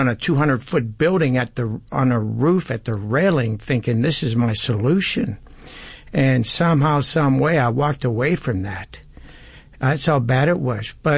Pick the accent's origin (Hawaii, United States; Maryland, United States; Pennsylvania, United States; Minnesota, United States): Pennsylvania, United States; Pittsburgh; I was born in Pittsburgh, raised in a loving home, Terry, and just a typical happy kid growing up.